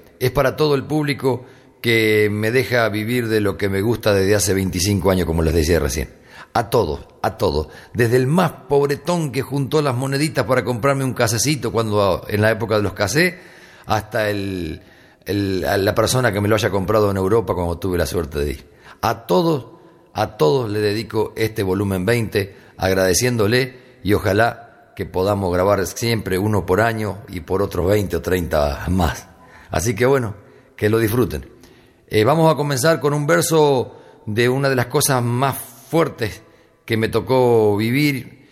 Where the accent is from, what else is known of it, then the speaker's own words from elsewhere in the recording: Argentina; esto pensé yo y todos los argentinos